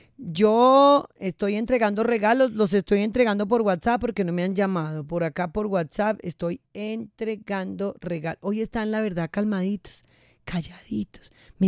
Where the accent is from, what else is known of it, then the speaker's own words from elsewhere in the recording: Colombia; colombianitos, somos colombianos y debemos estar absolutamente orgullosos.